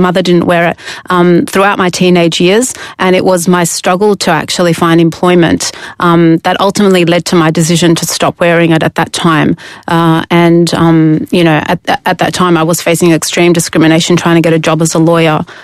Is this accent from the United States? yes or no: no; Australia; born there; I was born in Australia. My father is Palestinian.